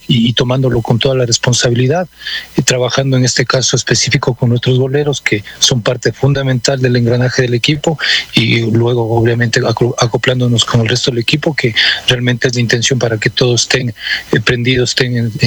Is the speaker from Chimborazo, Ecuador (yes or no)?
yes; Riobamba, Chimborazo, Ecuador; moved away; yo soy de Riobamba